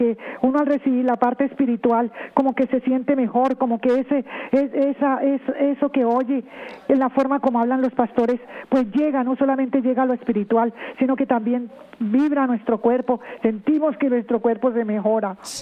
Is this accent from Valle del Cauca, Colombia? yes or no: yes; Cali, Valle del Cauca, Colombia; now in New York, United States; De Cali, Colombia. Yeah. Y llevo aquí 20 años en este país. Aquí en Nueva York estoy, Estados Unidos, en Nueva York.